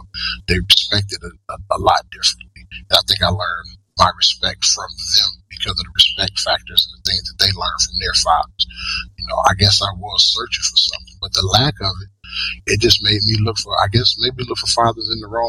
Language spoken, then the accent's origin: English; Georgia, United States; I grew up in Georgia. I'm in the North Coast now, but I grew up in Georgia. Extremely poor, from a poor family, poor background